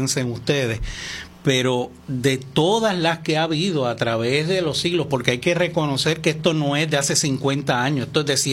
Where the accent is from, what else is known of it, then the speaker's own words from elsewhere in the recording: Puerto Rico; nuestra forma de ser como puertorriqueños y puertorriqueñas.